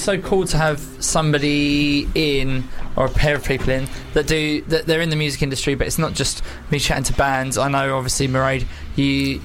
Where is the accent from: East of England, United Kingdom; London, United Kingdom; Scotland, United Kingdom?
London, United Kingdom; Bexleyheath; Bexley Heath! Right, you got to represent where you're from.